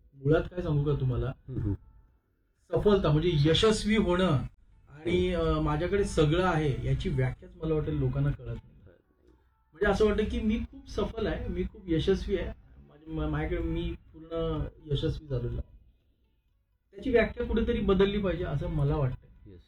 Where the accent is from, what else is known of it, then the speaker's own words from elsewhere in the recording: Maharashtra, India; accent: Agri; मी आगरी आहे, माझा जर एखादा मित्र आगरी भेटला तर मी त्याच्याशी आगरीमध्ये बोलायलाच पाहिजे